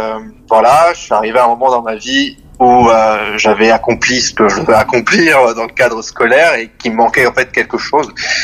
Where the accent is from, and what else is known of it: Paris, Île-de-France, France; now in Switzerland